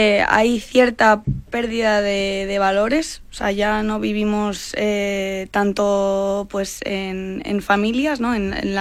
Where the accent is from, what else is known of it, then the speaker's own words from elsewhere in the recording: Asturias, Spain; Yo soy de Asturias.